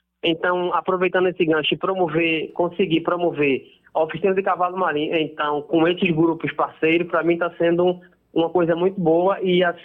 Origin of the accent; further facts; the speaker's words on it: Condado, Pernambuco, Brazil; now in Recife, Brazil; Eu sou de Condado, né, na Zona da Mata. Eu venho de uma família que meu bisavô era mestre, meu avô, meu tio.